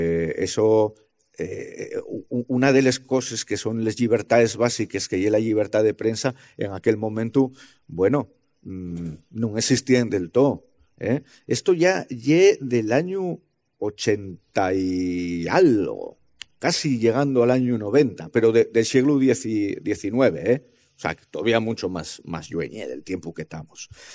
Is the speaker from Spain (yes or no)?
yes; Avilés, Asturias, Spain; Yo mal pena salí de aquí, de Avilés. Iba como mucho a Uvieu cuando estaba estudiando, a Yoanco, a Santiago, de Ambiedes